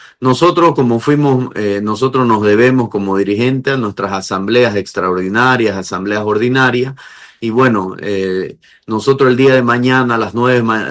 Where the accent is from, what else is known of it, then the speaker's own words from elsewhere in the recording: Bolivia; nosotros tenemos que ser sinceros como boliviano